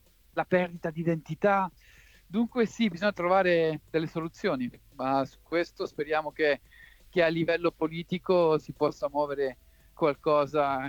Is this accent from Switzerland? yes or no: yes; Geneva, Switzerland; io sono cresciuto a Ginevra